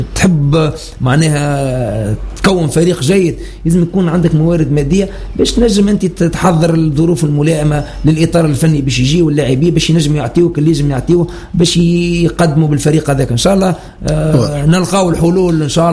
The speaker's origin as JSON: {"language": "Arabic", "country": "Tunisia", "said": "احنا كشعب تونسي"}